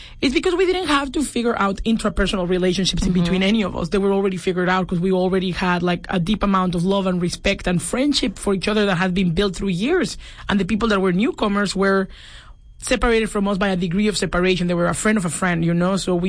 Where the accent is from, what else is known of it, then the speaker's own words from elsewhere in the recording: Mexico; moved away; Yeah, I mean, we were raised in Mexico